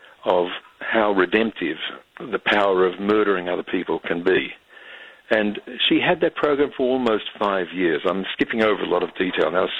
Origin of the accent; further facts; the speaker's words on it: Australia; and that's because I'm an Australian, born in Australia.